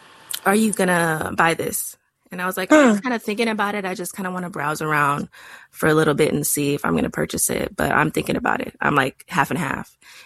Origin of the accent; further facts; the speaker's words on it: Texas, United States; now in DMV area (Washington, D.C. region), United States; So right now I'm in the DMV area, but I grew up in Texas, which is very, very southern.